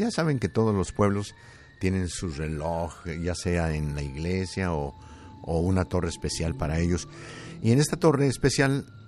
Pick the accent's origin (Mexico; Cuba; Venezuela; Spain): Mexico; Zacatecas; desde Atolinga, Zacatecas, el poblado que está muy pegadito a mi pueblo, así en la sierra, en la parte de arriba.